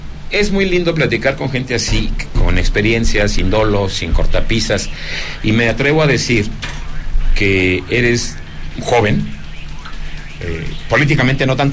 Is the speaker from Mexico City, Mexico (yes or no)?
no; Zacatecas, Mexico; Bienvenido a mi tierra Zacatecas.